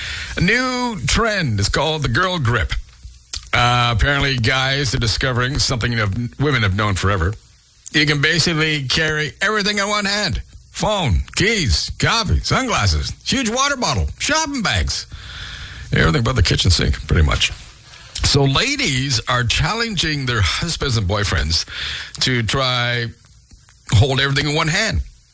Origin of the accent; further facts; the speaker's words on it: Ontario, Canada; It's basically an Ontario survival skill. That's right. We're Canadian.